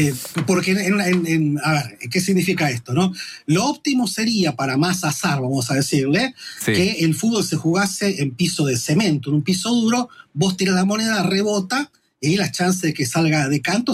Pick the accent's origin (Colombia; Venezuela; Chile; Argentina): Argentina